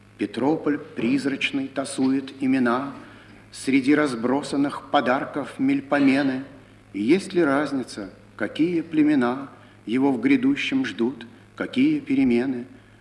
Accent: Saint Petersburg, Russia; moved away as an adult; now in United States; Родился я в Ленинграде. В 1940 году закончил Ленинградский университет, факультет германской филологии.

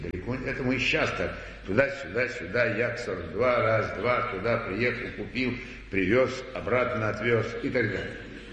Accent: Omsk Oblast, Russia; moved away as an adult; also born or lived in Tara; now in Moscow, Russia; Я сам из Сибири, из Омской области. И когда я в 47-м, 48-м, 49-х годах учился в театральном училище в Москве и приезжал в городок Тара, где жили мои родители

